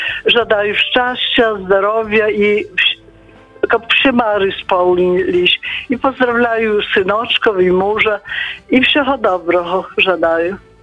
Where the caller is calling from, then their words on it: Hajnówka, Podlaskie Voivodeship, Poland; Я звоню с Гайновки